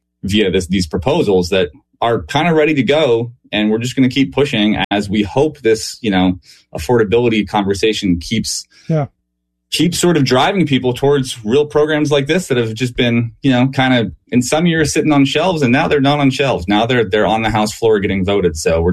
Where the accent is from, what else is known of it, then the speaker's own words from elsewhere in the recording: Pittsburgh, Pennsylvania, United States; I grew up in Pittsburgh, still live here.